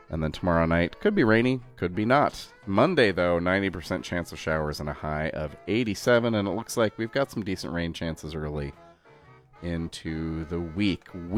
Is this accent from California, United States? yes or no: no; Minnesota, United States; from the Twin Cities from Minneapolis, my hometown. My home state. The town I call my hometown on the radio. Even though I'm from a smaller town.